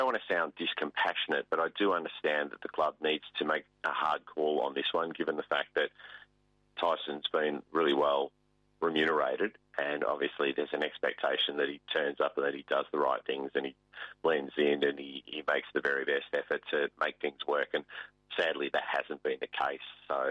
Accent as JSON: {"language": "English", "town": "Geelong", "region": "Victoria", "country": "Australia", "lives_now": "Sydney, Australia", "said": "I've had the conversation with people up here in Sydney when they find out I'm from Geelong"}